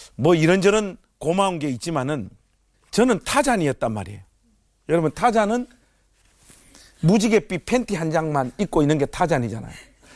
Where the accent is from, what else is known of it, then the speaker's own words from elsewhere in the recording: Gyeongsang, South Korea; 제가 경상도 남자잖아요.